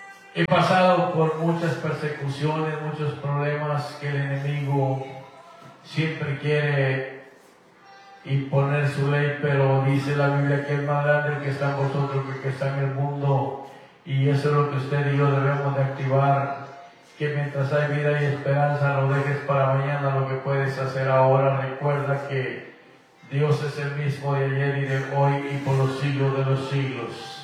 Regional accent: Guatemala; now in Houston, United States; Guatemala, mi tierra natal … nacido en Guatemala, viviendo aquí en Houston, Texas, por ya pasadito de 30 años

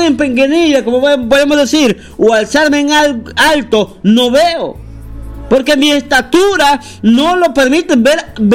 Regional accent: El Salvador; como los salvadoreños decimos

